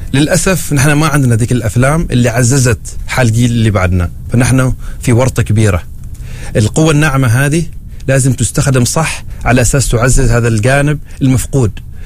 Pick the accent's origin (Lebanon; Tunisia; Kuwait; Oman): Oman